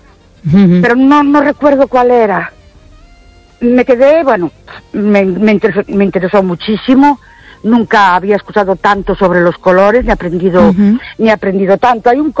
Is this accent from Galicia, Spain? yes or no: yes; Ourense, Galicia, Spain; Buenas noches … de Urense.